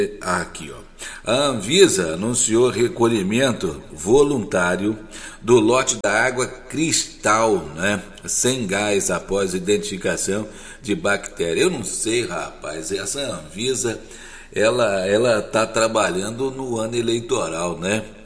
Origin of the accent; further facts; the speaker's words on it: Brazil; a gente é brasileiro